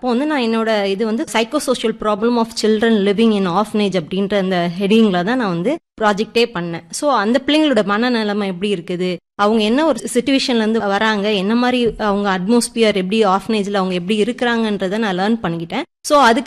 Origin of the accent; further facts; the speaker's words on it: Santhapuram, Tamil Nadu, India; also born or lived in Chennai; என்னோட சொந்த ஊர் வந்து சாந்தபுரம், ஆசாரி பள்ளத்துல இருந்து ஒரு 4 கிலோமீட்டர்ஸ்குள்ள இருக்குது. ஸ்கூலிங்லாம் நான் ஊர்ல தான் படிச்சேன், பிரைமரி இதெல்லாம்.